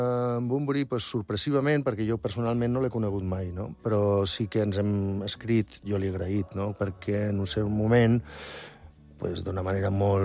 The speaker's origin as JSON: {"language": "Catalan", "town": "Girona", "region": "Catalonia", "country": "Spain", "said": "Jo soc de Girona, jo soc de Girona."}